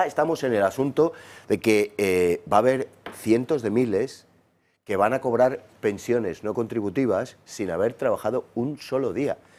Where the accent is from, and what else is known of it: Spain